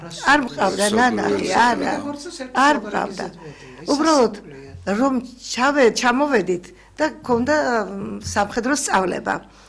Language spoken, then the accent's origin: Georgian; Urbnisi, Shida Kartli, Georgia; born there; ჩემი სოფელში იყო ურუბნიში ქართლში და იქ დავიბადე